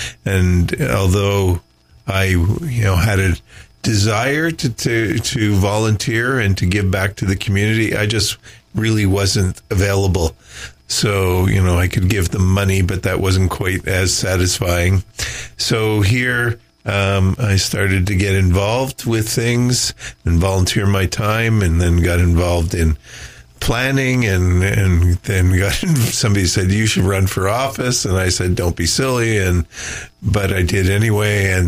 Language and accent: English; Montreal, Quebec, Canada; moved away as an adult; also born or lived in Erin, Ontario; now in Minden Hills, Canada; So I grew up in Montreal, and I worked in lots of different industries, but mostly large multinationals.